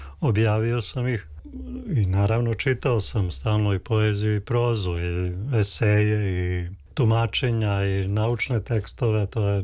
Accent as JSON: {"language": "Serbian", "town": "Prijedor", "region": "Republika Srpska", "country": "Bosnia & Herzegovina", "tie": "born or raised there", "said": "Ja sam iz Prijedora, imaju dve reke i ta jedna reka manja Gomjenica"}